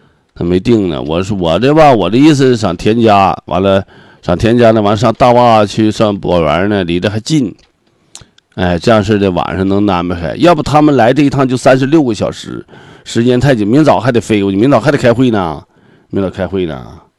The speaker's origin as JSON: {"language": "Chinese", "region": "Northeast China", "country": "China", "said": "我们东北人的热情"}